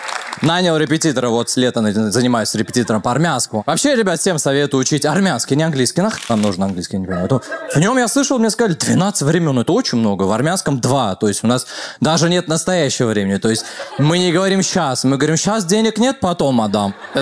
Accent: Russia; born there; я армянин, родился в России, армянский никогда не знал.

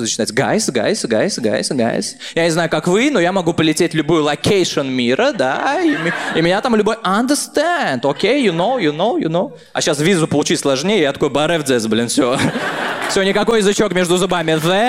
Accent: Tolyatti, Samara Oblast, Russia; now in Moscow, Russia; Я сам из Тольятти.

